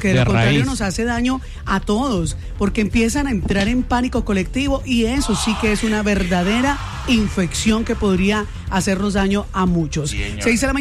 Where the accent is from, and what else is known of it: Colombia